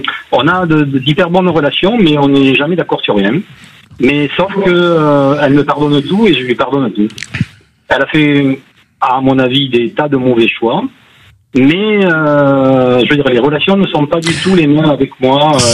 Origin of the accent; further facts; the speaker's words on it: Béziers, Occitanie, France; also born or lived in Pézenas; now in Lavaur, France; je suis un Biterrois de naissance.